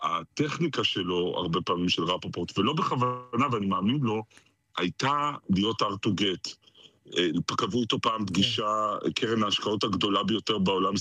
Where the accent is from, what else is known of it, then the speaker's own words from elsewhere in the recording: Ramat Gan, Tel Aviv District, Israel; אני רמת גני. הייתה ספרייה קטנה ברחוב החיצון, שזה גם אחלה שם ברמת גן